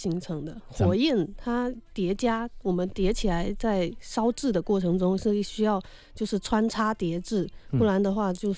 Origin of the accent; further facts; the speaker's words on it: Fujian, China; 咱们闽南特有的闽南红